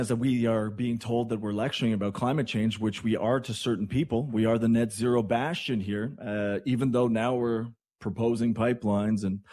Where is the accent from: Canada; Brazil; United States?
Canada